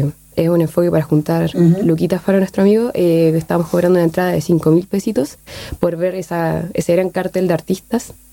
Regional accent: Pedro Aguirre Cerda, Santiago Metropolitan Region, Chile; todos los involucrados somos de Pedro y Reserda, acá de La Victoria

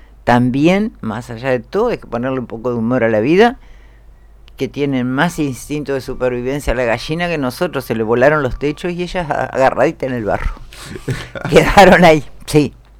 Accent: Paysandú, Uruguay; La peor parte se la lleva a mi pueblo y se la llevó, ¿no? Claro. Paysandú fue fatal.

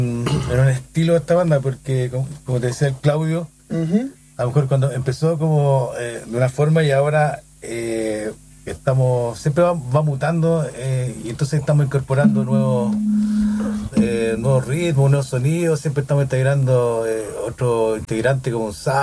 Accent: Santiago, Santiago Metropolitan Region, Chile; born there; also born or lived in Cerrillos / Maipú / Pedro Aguirre Cerda / La Florida; Yo ahora vivo en Santiago Centro.

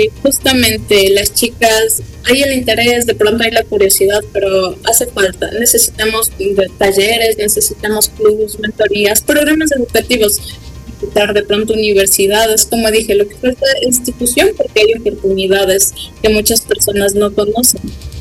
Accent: Otavalo, Imbabura, Ecuador; yo soy de Otavalo

